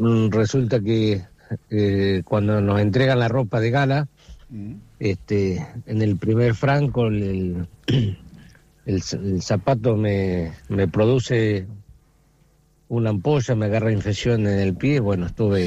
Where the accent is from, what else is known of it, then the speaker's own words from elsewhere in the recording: General Villegas, Buenos Aires Province, Argentina; born there; nací acá en General Villegas.